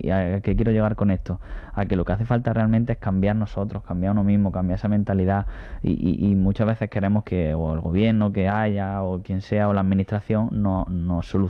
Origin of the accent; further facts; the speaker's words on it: Jaén, Andalusia, Spain; Yo vengo de una tierra de Jaén que históricamente, y es verdad, no siempre ha tenido esa queja, ¿no?